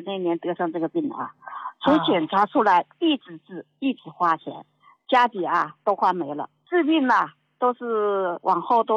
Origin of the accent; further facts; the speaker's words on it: Wuhan, Hubei, China; 我是湖北武汉的，今年56了哈。